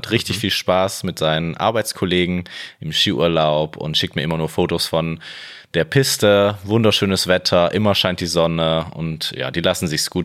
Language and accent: German; Krefeld, North Rhine-Westphalia, Germany; Mit einem Gin aus Krefeld, hier aus der Umgebung, wo ich herkomme.